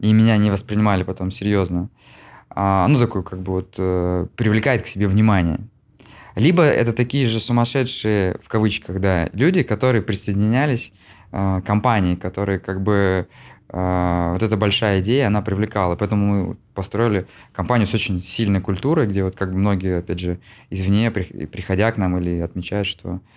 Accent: Syktyvkar, Komi Republic, Russia; Я вырос в Сыктывкаре.

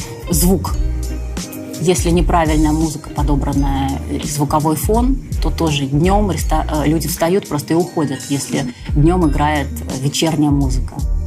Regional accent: Russia

